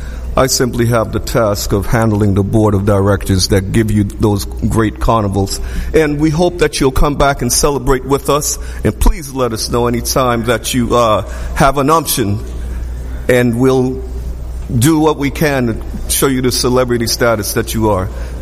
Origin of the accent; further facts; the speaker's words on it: St. Vincent & Grenadines; born there; I was born in St. Vincent in the Grenadines.